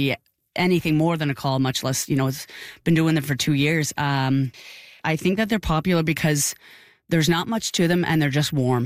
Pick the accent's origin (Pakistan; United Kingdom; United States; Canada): Canada; Dartmouth, Nova Scotia; now in Toronto, Canada; I've been in Toronto now living in Toronto for 12 years, and I'm from Dartmouth, Nova Scotia. I had a trip home a couple of years ago